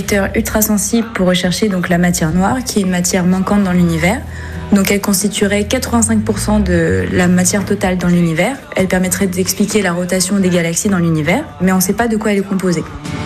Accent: Cobrieux, Hauts-de-France, France; je suis originaire de Cobrieux, une petite ville dans le nord de la France, près de la frontière belge.

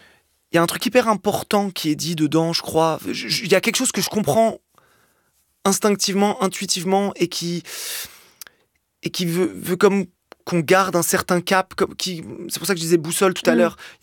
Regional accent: Algeria; moi, en tant qu'Algérien, il y a évidemment le rapport entre l'Algérie et la France est particulier.

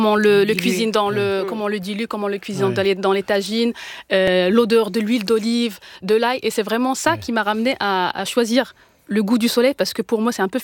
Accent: El Jadida, Casablanca-Settat, Morocco; also born or lived in Sefrou; Alors, je suis née à Seyfrou, mais j'ai grandi une grande partie de ma vie à El Jadida. C'est une ville côtière.

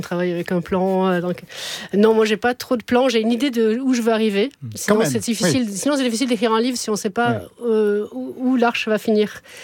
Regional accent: Montpellier, Occitanie, France; born there

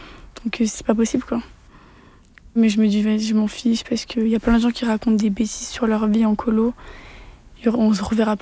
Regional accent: Troyes, Grand Est, France; j'ai 18 ans, je viens de Troyes.

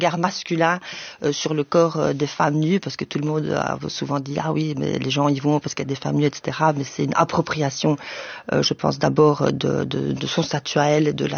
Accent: Luxembourg; also born or lived in Brussels, Belgium; Je suis née à Bruxelles, d'une mère espagnole, d'un père belge. Ensuite, j'ai grandi au Grand-Duché de Luxembourg et j'ai vécu jusqu'à mes 18 ans.

